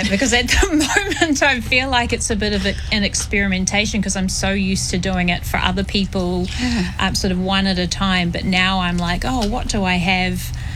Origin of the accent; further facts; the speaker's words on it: New Zealand; Well, I'm Samoan Kiwi, so my mum was born in Samoa, and my dad is European